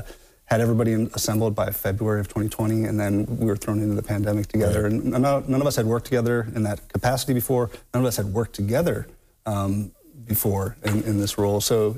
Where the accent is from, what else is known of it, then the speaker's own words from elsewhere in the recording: Ohio, United States; I'm an Ohio native. I grew up in Northeast Ohio.